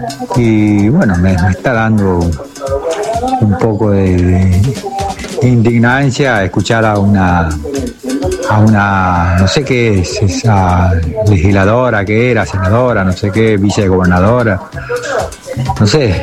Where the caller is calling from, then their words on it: Tigre, Buenos Aires Province, Argentina; Bueno, quería decir eso nomás … de Tigre.